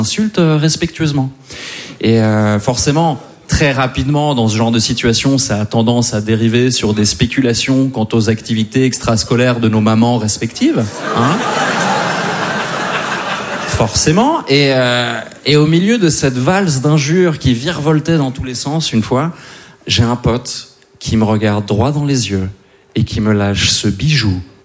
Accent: Switzerland; born there; Et je suis né en Suisse un 20 avril

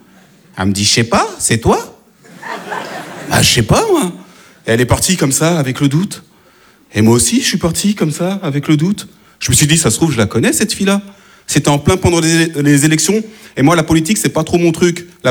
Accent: France; born there; si je parle bien français, c'est peut-être parce que je suis née en France

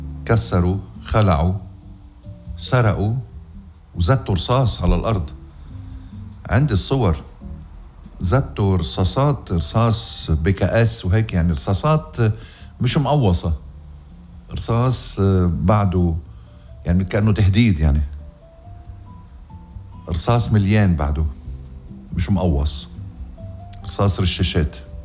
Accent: Ghazir, Mount Lebanon, Lebanon; ضيعتي الحلوة غزير

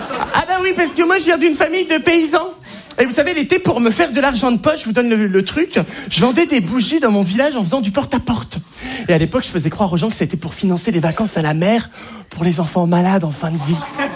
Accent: Hauts-de-France, France; chez moi dans le Nord, c'est une tradition

